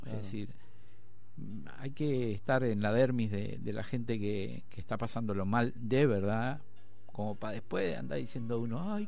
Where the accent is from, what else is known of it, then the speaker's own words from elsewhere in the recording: Uruguay; now in Spain; yo sobre todas las cosas soy uruguayo. Y convivo con los españoles